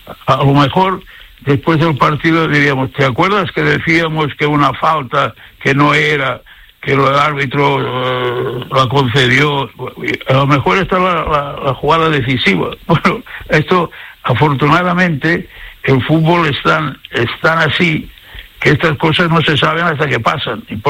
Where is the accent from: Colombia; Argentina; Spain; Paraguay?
Spain; Hay que estar contento como españoles de haber conseguido un equipo que llegue a una final de este nivel